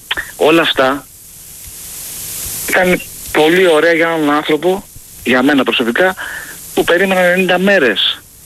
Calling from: Paiania, Attica, Greece; από την Παιανία.

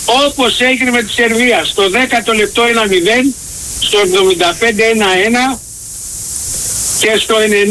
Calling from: Frankfurt, Hesse, Germany; από τη Φραγκφούρτη.

